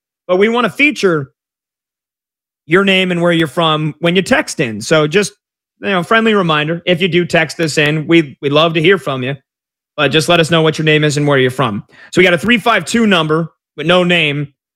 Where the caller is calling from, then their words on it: Cheyenne, Wyoming, United States; also born or lived in Denver, United States; I'm texting you from Cheyenne, Wyoming. I lived in Denver for 45 years.